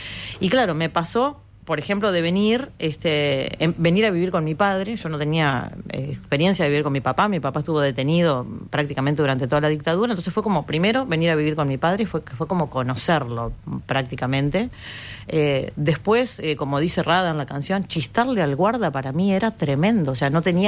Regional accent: San José, Uruguay; born there; moved away as an adult; now in Montevideo, Uruguay; yo me crié con ellas, con mi madre y con mi abuela, y empezar a tender ese puente que era muy común, de que yo me iba a San José el fin de semana

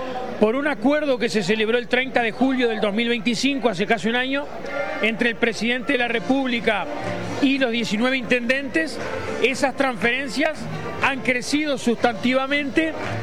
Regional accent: Nueva Helvecia, Colonia, Uruguay; somos oriundos, nacimos y vivimos en Nueva Helvecia, pero no tenemos antecesores suizos

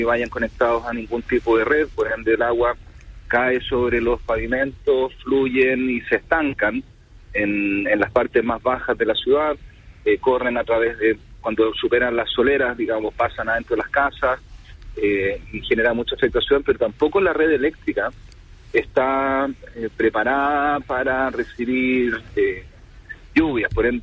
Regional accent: Antofagasta, Chile; como somos los antofagastinos

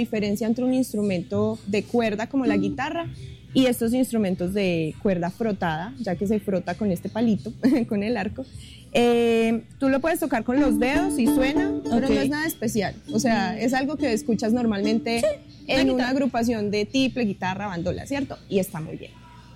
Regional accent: Pereira, Risaralda, Colombia; moved away as an adult; also born or lived in Manizales; now in Santa Rosa de Cabal, Colombia; Yo no soy de Santa Rosa, yo soy pereirana

